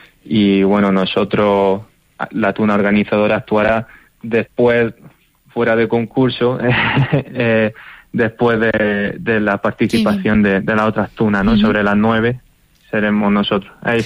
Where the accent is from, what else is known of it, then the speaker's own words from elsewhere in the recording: Almuñécar, Andalusia, Spain; Y como yo soy de Almuñeca